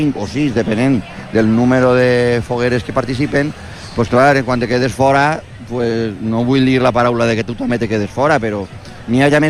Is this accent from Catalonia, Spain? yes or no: no; Elda, Valencian Community, Spain; jo que sóc d'Elda